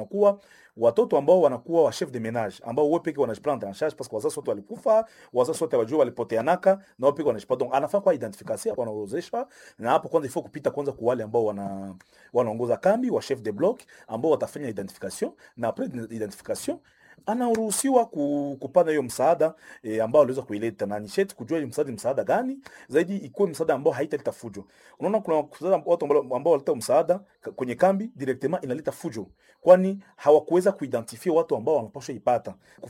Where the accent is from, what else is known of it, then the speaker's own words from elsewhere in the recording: DR Congo; sisi ni wakongomani